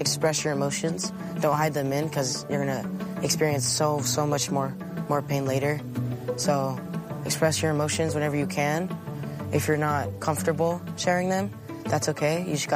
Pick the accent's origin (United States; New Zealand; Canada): United States; Brentwood, California; I'm from Brentwood. I'm 12 years old.